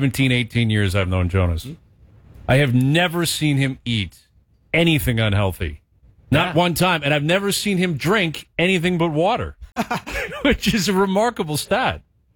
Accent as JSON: {"language": "English", "country": "Canada", "said": "I'm a Canadian, too. I like ketchup chips"}